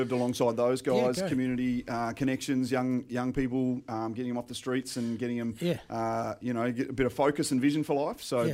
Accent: Gundagai, New South Wales, Australia; Little town on the Hume Highway called Gundagai. Most people know it from a song back in the day. But so I grew up there first 12 years of my life.

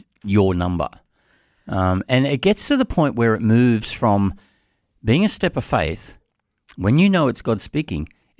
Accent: Sydney, New South Wales, Australia; moved away as an adult; now in Central Coast, Australia; I grew up in Western Sydney, like in the Bankstown sort of area, and we were married, and we were living in Chester Hill, and we'd been living in Chester Hill for about 10 years.

